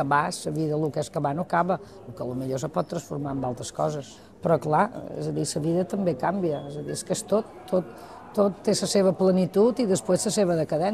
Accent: Mahón, Balearic Islands, Spain; vaig néixer dia 6 de gener de 1960. Vaig néixer a Maó junt amb un germà. Jo som melliza.

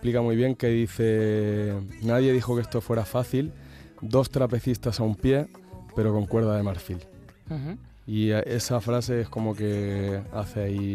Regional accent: Catalonia, Spain; now in Mallorca, Spain; Ja a Barcelona sempre sortir a la muntanya quasi diàriament, perquè el meu poble connecta amb la muntanya.

